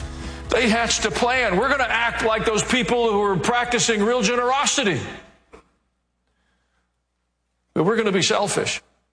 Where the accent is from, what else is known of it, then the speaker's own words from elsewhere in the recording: Kansas City, Missouri, United States; born there; I was born in Kansas City, Missouri.